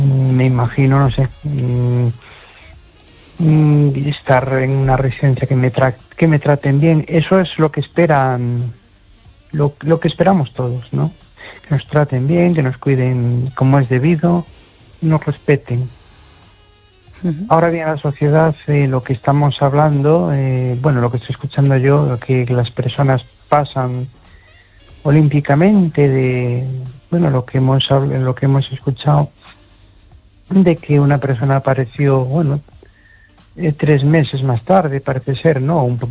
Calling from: Amoeiro, Galicia, Spain; de Amoeiro.

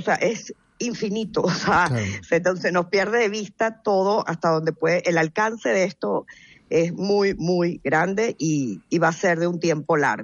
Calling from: A Coruña, Galicia, Spain; yo vivo en La Coruña.

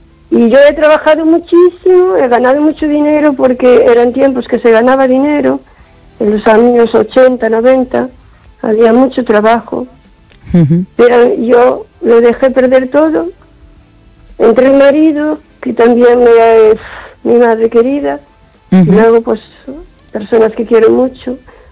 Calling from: O Carballiño, Galicia, Spain; de Carballiño.

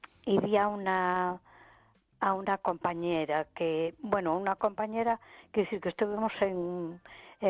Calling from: A Coruña, Galicia, Spain; de Coruña.

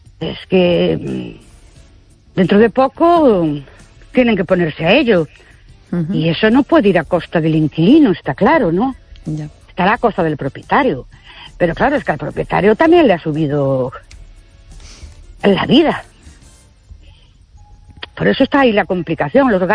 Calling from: Ourense, Galicia, Spain; de Urense otra vez.

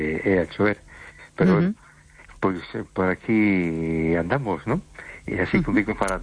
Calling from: A Coruña, Galicia, Spain; Buenas noches … de Coruña, ¿qué tal?

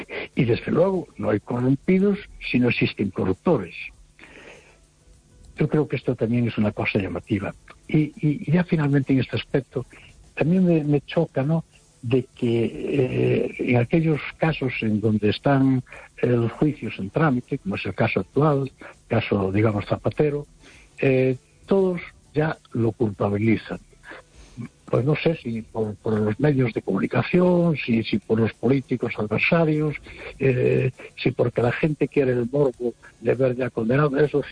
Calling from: Noia, Galicia, Spain

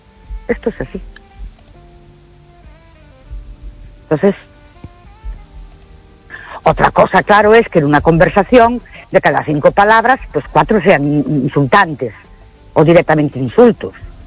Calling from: Ourense, Galicia, Spain; Buenas noches … de Orense.

